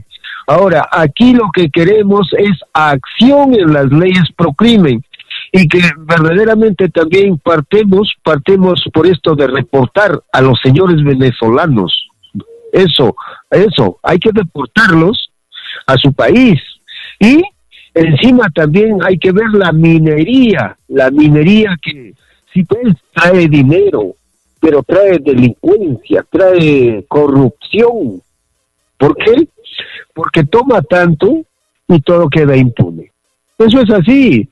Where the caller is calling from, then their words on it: La Libertad, Peru; como liberteños, como peruanos